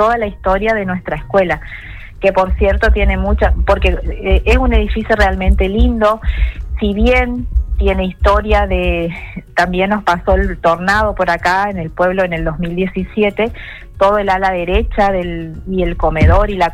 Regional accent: Las Palmas, Argentina; Sí, soy de acá, de Las Palmas. Vivo a 3-4 cuadras de la escuela.

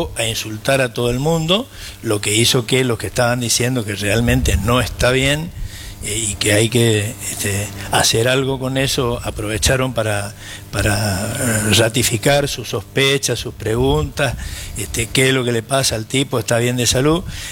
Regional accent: Corrientes, Argentina; los correntinos, a ver, Tito, entramos a Corrientes, los correntinos salimos de Corrientes.

